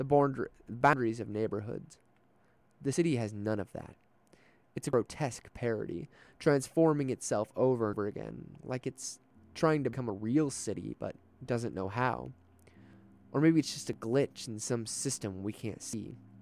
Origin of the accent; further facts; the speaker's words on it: London, United Kingdom; I grew up in London. Huge city, a vast metropolis.